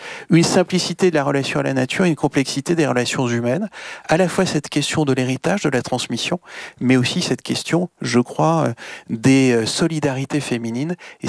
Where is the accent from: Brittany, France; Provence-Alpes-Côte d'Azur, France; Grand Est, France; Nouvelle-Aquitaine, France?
Provence-Alpes-Côte d'Azur, France; now in Le Cannet, France; c'est la maison où j'ai passé une grande partie de mon enfance dans les Hautes-Alpes